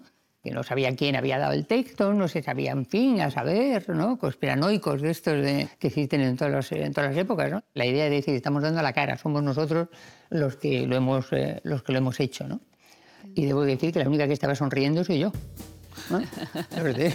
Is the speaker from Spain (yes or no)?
yes; Madrid, Community of Madrid, Spain; born there